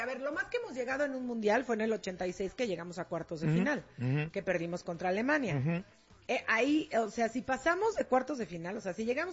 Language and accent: Spanish; Mexico; da mucho gusto como mexicano.